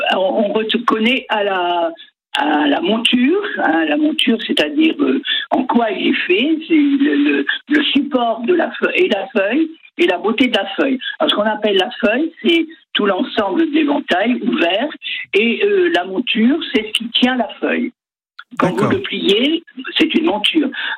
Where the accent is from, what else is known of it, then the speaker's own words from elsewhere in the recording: Nouvelle-Aquitaine, France; Chez nous, en Gironde, vous en trouvez un petit peu partout.